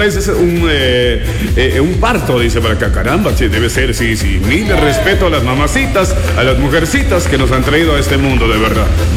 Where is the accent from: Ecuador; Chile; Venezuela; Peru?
Ecuador